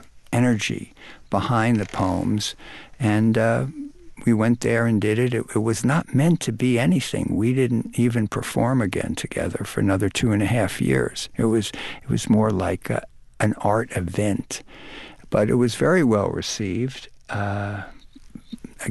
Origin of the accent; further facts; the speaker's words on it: Brooklyn, New York, United States; And when I was growing up in Brooklyn, I would see the older kids on the corner hitting notes, as it were, and that was the first music that touched my